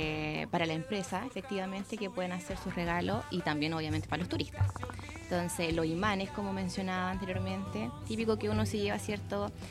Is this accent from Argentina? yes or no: no; San Vicente de Tagua Tagua, O'Higgins, Chile; born there; also born or lived in Molina, Maule, Chile; A ver, yo nací en Molina, en la séptima región. De allá somos, mira, mi familia, pero claro, ellos migraron cuando yo tenía alrededor de 8 años acá. Y nos enamoramos de San Vicente. Si viene un pueblo chico pero hermoso, limpio, con color, es maravilloso. Nos enamoramos completamente.